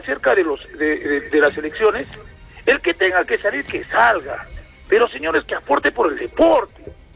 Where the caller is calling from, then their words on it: Arequipa, Peru; somos hermanos peruanos, somos arequipeños, somos hermanos.